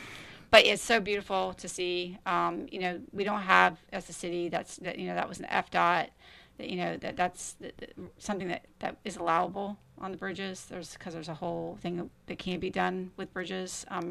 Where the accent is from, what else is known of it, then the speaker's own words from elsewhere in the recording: St. Augustine, Florida, United States; I mean, I'm from St. John's County, St. Augustine.